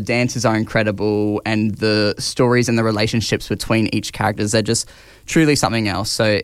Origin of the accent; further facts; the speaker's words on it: Darwin, Northern Territory, Australia; I'm from Darwin.